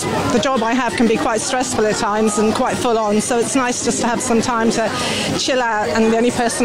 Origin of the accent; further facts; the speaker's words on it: East Midlands, United Kingdom; I'm from Northamptonshire.